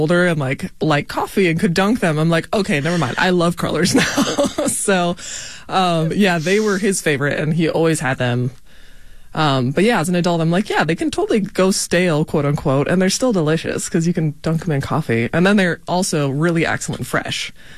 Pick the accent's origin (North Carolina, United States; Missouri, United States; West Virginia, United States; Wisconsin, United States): Wisconsin, United States; So I grew up on South Side, like, Bayview, St. Francis area, and my parents' home has a stained glass window